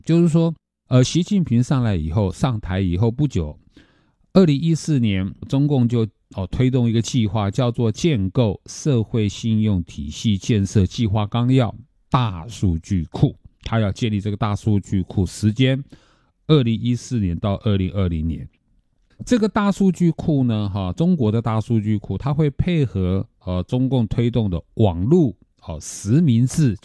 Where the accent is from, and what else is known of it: Taiwan